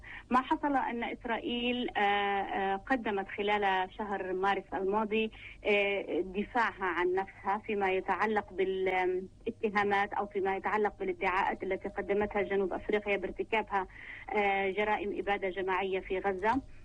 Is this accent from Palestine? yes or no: yes; Palestine; now in South Africa